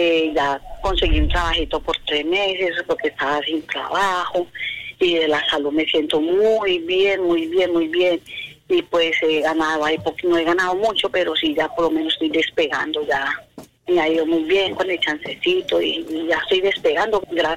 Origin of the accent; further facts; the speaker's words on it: Colombia; now in Panama; Yo soy colombiana.